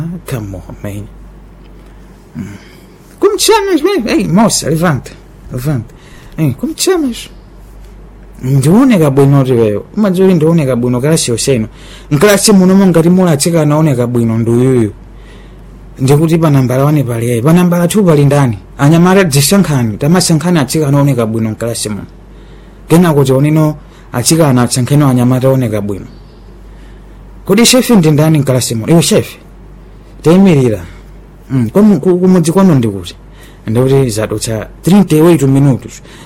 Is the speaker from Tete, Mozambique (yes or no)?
yes; Angónia, Tete, Mozambique; Eu sou da Angônia. De Majora, né?